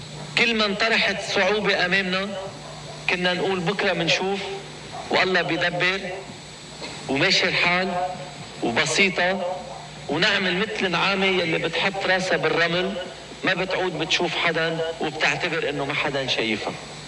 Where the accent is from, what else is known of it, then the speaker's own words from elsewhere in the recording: Lebanon; نحن كلبنانيين